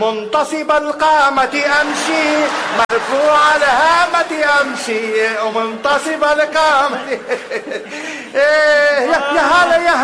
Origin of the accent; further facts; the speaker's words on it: Lebanon; انه هي سريلانكيه ونحن لبنانيه وامريكان.